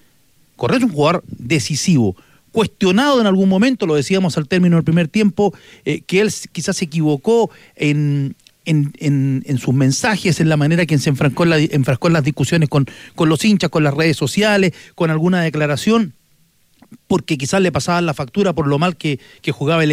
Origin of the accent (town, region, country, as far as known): Chile